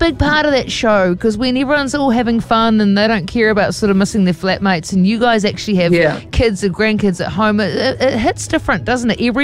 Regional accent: Northland, New Zealand; I'm from the North too

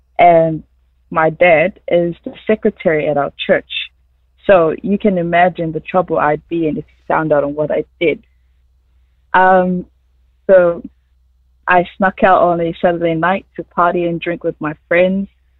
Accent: Cook Islands; moved away as an adult; I'm actually from Cook Islands. I was born and raised on the main island of Rotunga and obviously moved here for university.

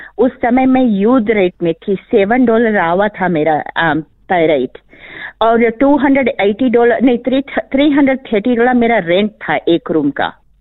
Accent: Fiji; now in New Zealand; मैं वरंडोली बास से हूँ।

